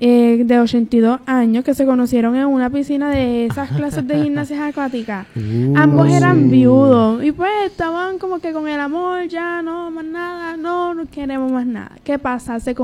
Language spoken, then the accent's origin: Spanish; Puerto Rico; Yo en este tiempo yo soy universal, no me considero tan puertorriqueña. Considero brasileña, de Portugal, Argentina, estoy de todos esos lugares menos Puerto Rico. Así que ahorita soy de Portugal